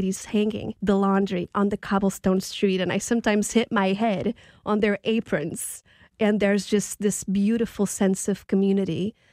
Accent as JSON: {"language": "English", "region": "Lisbon", "country": "Portugal", "tie": "born or raised there", "said": "I was born and raised in Lisbon, and I've always lived in big cities."}